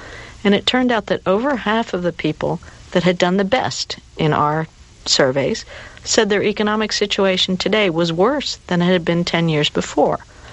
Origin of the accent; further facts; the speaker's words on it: Peru; I'm from Peru